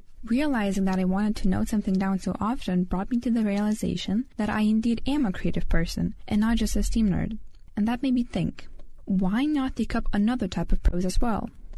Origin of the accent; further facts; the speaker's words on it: Lithuania; first language Lithuanian; English is a second language